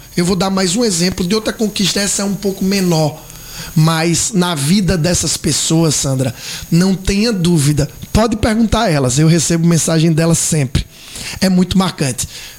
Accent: Penedo, Alagoas, Brazil; eu sou de Penedo. Penedo faz divisa com Sergipe.

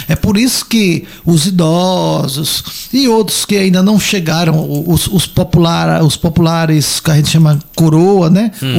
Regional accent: Alagoas, Brazil; now in Coruripe, Brazil; eu tô morando em Cururipe, que na verdade a minha eu sou do litoral, né? Eu não sou do Agreste nem do Sertão, sou do litoral. Então a gente mora lá e mora também em São Sebastião.

